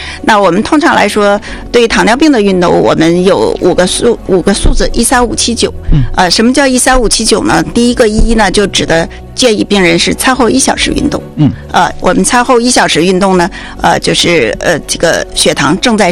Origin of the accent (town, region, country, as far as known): China